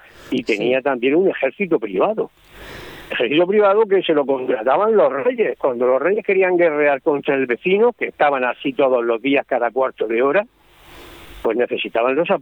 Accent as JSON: {"language": "Spanish", "region": "Region of Murcia", "country": "Spain", "said": "yo soy de Murcia"}